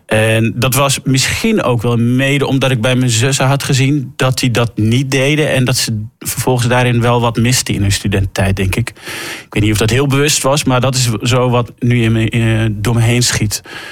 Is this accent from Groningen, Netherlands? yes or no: yes; Ter Apel, Groningen, Netherlands; Ik ben geboren en opgegroeid in Ter Apel.